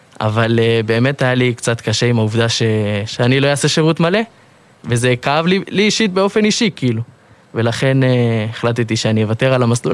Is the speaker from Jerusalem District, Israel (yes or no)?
no; Ma'ale Adumim, Judea and Samaria, Israel; אני מגיע ממעלה אדומים, שם גדלתי כל חיי, בן 22 כבר